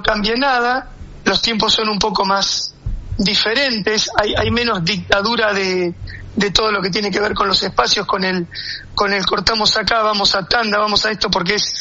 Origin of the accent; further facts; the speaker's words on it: Argentina; accent: Argentine; Ella desde su acento colombiano y yo desde mi acento argentino